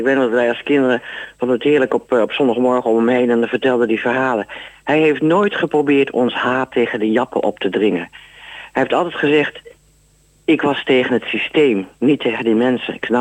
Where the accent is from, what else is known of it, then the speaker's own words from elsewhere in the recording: Netherlands; Meneer, ik ben Nederlander.